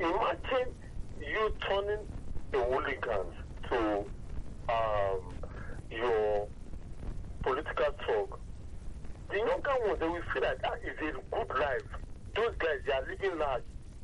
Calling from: Ikorodu, Lagos, Nigeria; I'm calling from Ikorodu North.

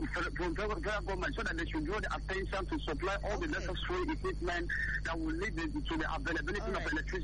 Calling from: Niger State, Nigeria; You're absolutely on to … I'm calling you from Niger State this morning.

